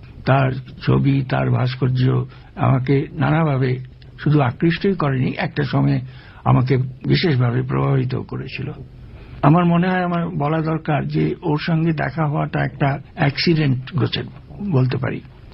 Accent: Kolkata, West Bengal, India; moved away as an adult; আমি কলকাতার লোক

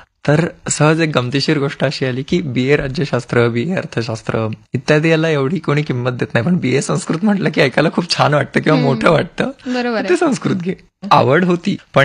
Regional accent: Chhatrapati Sambhajinagar, Maharashtra, India; मी मूळ छत्रपती संभाजीनगर येथील राहणारा आहे.

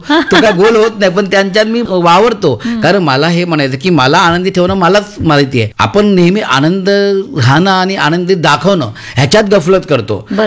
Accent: Maharashtra, India; moved away as an adult; माझी आपण प्रत्येकाची नाळ आपली गावी कोकणात तर असतेच

